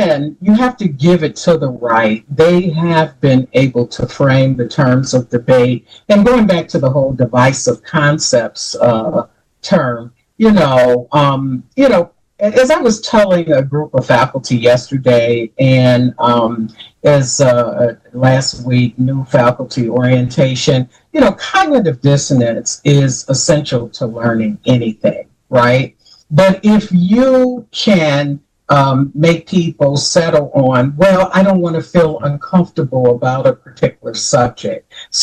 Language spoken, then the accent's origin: English; United States; as an American